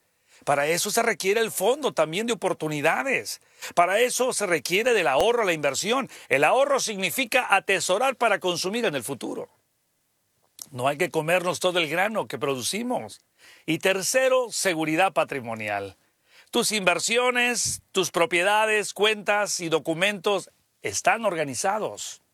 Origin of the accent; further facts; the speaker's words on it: Mexico; now in United States; para la multiplicación somos muy buenos los mexicanos